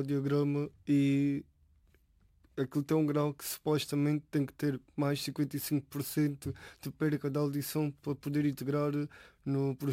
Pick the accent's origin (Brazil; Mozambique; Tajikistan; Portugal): Portugal; Elvas, Alentejo; now in Évora, Portugal; sou alentejano, sou de Elvas, mas neste momento estou a viver em Évora